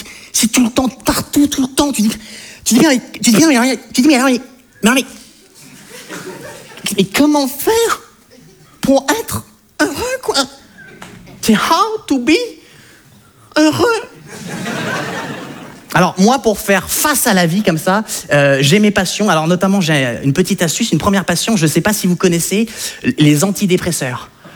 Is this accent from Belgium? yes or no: no; France